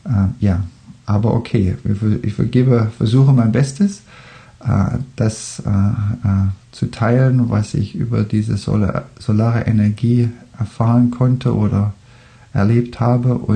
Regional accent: Germany; now in Australia; dass ich komme aus Deutschland, lebe aber in Australien. Und ich lebe jetzt schon länger in Australien, als ich in Deutschland gelebt habe.

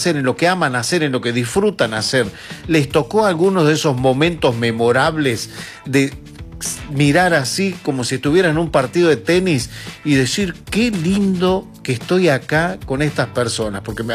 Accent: Argentina; para que no te metan el que somos argentinos, para que no te metan el perro

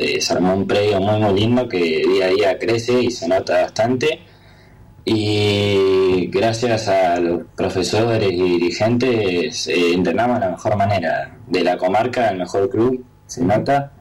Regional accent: Viedma, Río Negro, Argentina; Soy de Vietma, sí.

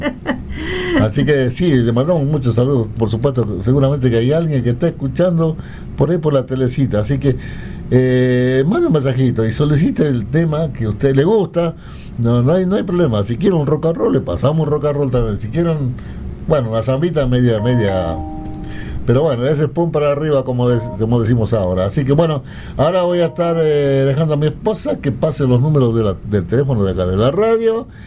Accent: Santiago del Estero, Argentina; Estoy saludando a nuestros vecinos de Barrio Lindo, somos de Barrio Lindo, partidamente bravo.

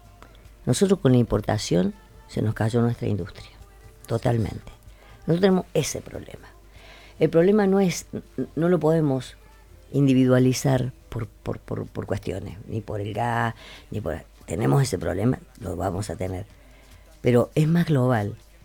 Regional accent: Argentina

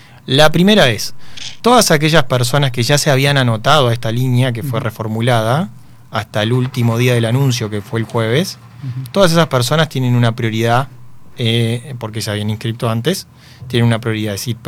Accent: General Ramírez, Entre Ríos, Argentina; Yo soy de Ramírez

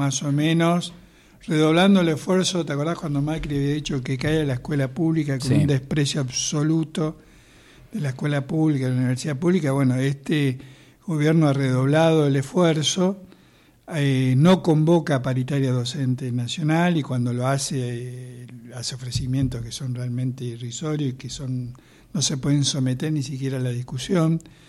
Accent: San Carlos de Bariloche, Río Negro, Argentina; yo soy de Bariloche

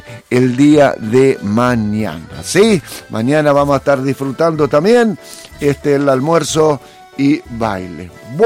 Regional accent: Argentina; todos somos argentinos

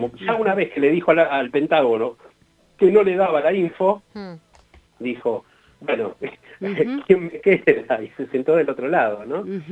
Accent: Argentina; y más en países como Argentina, todavía estamos en un catolicismo más pietista

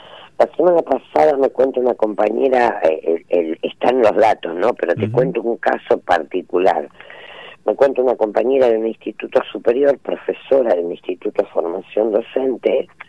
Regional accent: Santa Fe, Argentina; yo soy santafesina

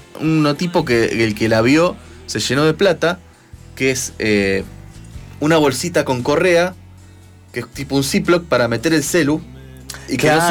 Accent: Argentina; nosotros como argentinos, si defendemos que las Malvinas, por una cuestión geográfica, son argentinas

